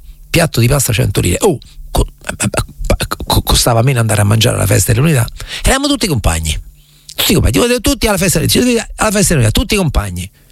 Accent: Recanati, Marche, Italy; io sono cresciuto nelle Marche e a Recanati, dove non c'era nulla

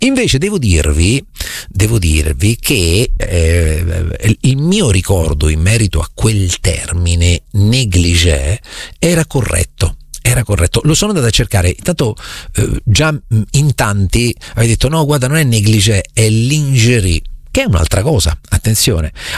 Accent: Recanati, Marche, Italy; quando ero piccolo a Recanati, al mio paese

